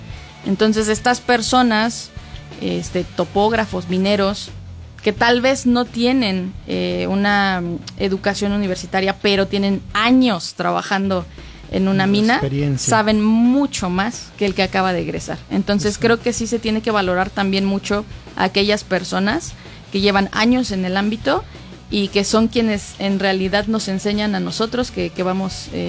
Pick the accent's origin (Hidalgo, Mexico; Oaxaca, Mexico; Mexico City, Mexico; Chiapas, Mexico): Hidalgo, Mexico; Zimapán; yo soy de Zimapán, sin embargo he tenido 16 escuelas porque a mis padres les gustaba mucho viajar, entonces nos mudábamos muy seguido, pero la mayor parte de mi niñez, pues, fue en Zimapán.